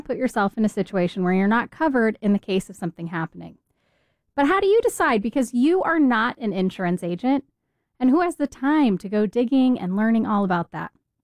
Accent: Texas, United States; not to always bash California, but I'm from Texas, so I'm going to bring up what I know

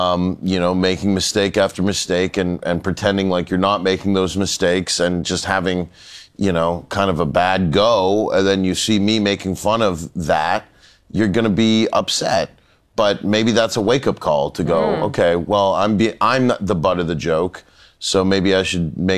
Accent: Canada; now in United States; it's an honor as a Canadian to get to work and live in America.

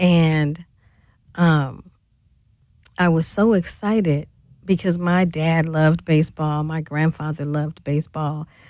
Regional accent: St. Louis, Missouri, United States; born or raised there

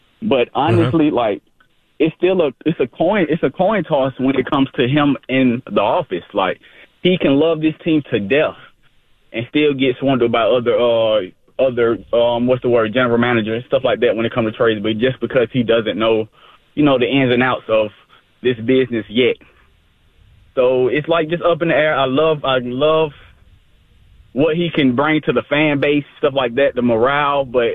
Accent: Georgia, United States; I'm 29, so I've been a Falcon fan my whole life, born and raised in Georgia.

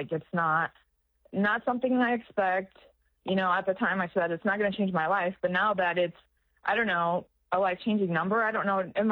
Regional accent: United States; I grew up in the States with my mom.

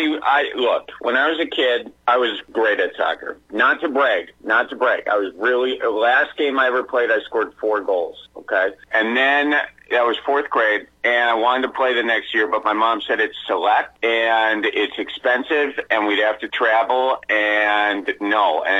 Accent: Wisconsin, United States

